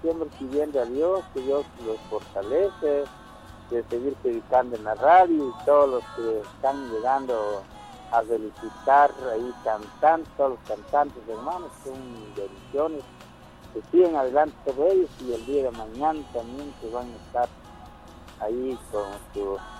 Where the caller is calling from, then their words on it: San Juan Sacatepéquez, Guatemala Department, Guatemala; Aquí por Caserío Los Guates, por San Juan, Zacatepeque.